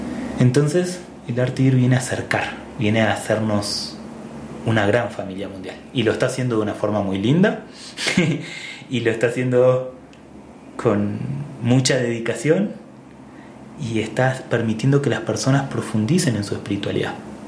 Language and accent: Spanish; Argentina; now in Ecuador; El bolón es ecuatoriano y a mí me encanta y soy argentino.